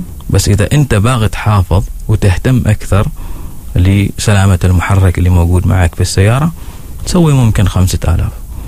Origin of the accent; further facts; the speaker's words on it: Oman; فنحن كعمانيين ما شاء الله فول زيد أساس أنه هذاك العامل ما عنده مشكلة